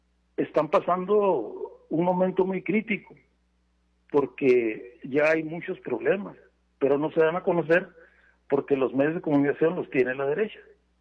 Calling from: Mexico

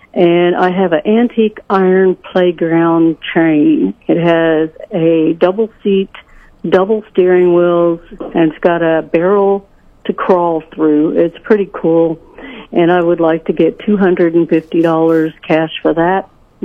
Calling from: Sedalia, Missouri, United States; Good morning. I'm calling from Sedalia.

